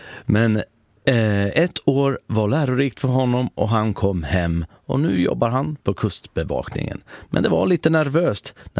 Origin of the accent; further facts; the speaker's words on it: Finland; now in Sweden; Finland var ju mitt hemland, men jag längtar dit, men det skulle vara väldigt komplicerat att flytta dit.